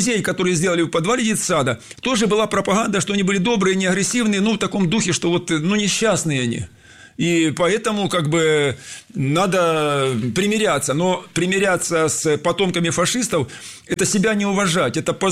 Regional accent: Lizinovo, Voronezh Oblast, Russia; Но есть уникальная жемчужина архитектуры в моем родном селе Лизиново Карасшанского района.

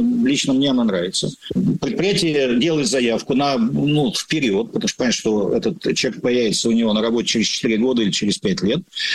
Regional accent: Yekaterinburg, Sverdlovsk Oblast, Russia; moved away as an adult; now in Moscow, Russia; я родился и вырос на Урале, значит, и приехал в Москву, вот, в Московский институт стали сплава, получать там образование.

